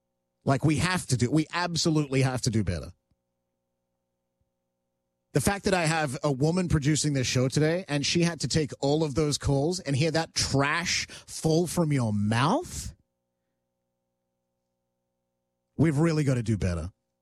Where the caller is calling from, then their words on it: Georgina, Ontario, Canada; I'm from Georgina, Ontario.